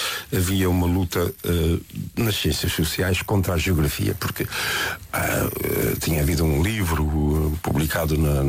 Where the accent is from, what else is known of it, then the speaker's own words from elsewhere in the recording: Azores, Portugal; moved away as an adult; now in United States; eu sou açoriano.